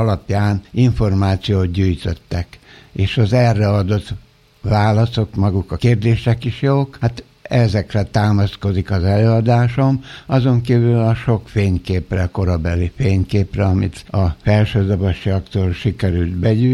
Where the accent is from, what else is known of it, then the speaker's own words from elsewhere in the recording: Budapest, Hungary; born there; tulajdonképpen felsődabasi születésű vagyok majdnem, mivel hogy a bátyám szülés közben, illetve után egy napon belül meghalt, ezért az anyám már a eljövendő köröztapáméknál Budapesten várta a szülési időpillanatát, és így kórházba születtem a 13. kerületben.